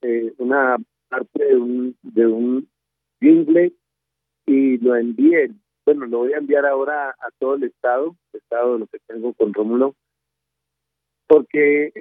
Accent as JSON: {"language": "Spanish", "country": "Colombia", "said": "todos somos colombianos"}